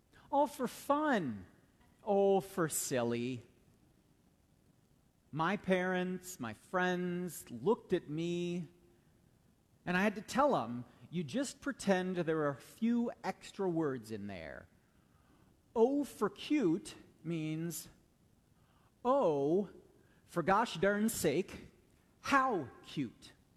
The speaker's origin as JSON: {"language": "English", "region": "Ohio", "country": "United States", "tie": "born or raised there", "said": "I grew up in Ohio, and my wife grew up in North Dakota."}